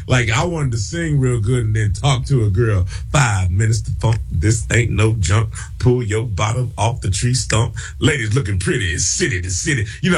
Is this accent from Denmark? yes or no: no; Mobile, Alabama, United States; also born or lived in Los Angeles; Around 5 years old, my mom, she got real sick, and, you know, my dad didn't want her to, you know, die on his watch, and so he sent her back to Mobile, Alabama, and I had to go with her.